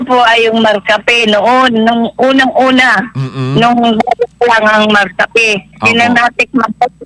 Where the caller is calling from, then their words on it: Gumaca, Calabarzon, Philippines; Taga Gumaca po ako, progreso.